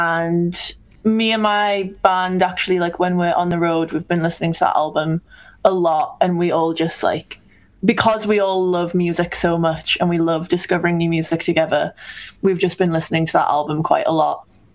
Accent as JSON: {"language": "English", "region": "North West England", "country": "United Kingdom", "lives_now": "Newcastle upon Tyne, United Kingdom", "said": "I'm actually currently in the Lake District in Cumbria, which is also in England. It's like very beautiful countryside. And this is where I'm originall"}